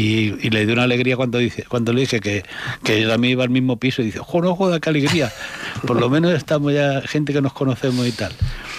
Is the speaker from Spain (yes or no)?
yes; Morón de la Frontera, Andalusia, Spain; Yo soy de Sevilla, de Morón de la Frontera.